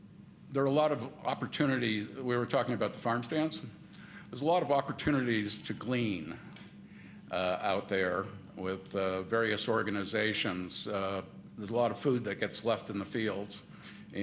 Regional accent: New England, United States; I grew up in New England

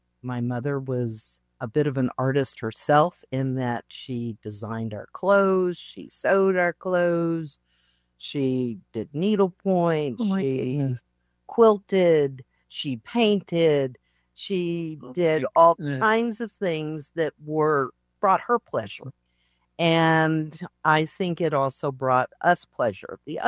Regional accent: Denver, Colorado, United States; moved away; So I was really fascinated that my hometown had done this.

